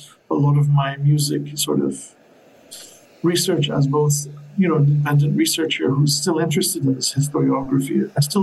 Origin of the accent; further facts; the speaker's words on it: Bahrain; I come from Bahrain. Sort of the version of Bahrain that I grew up with in the early 80s was one where there were no skyscrapers like we have now.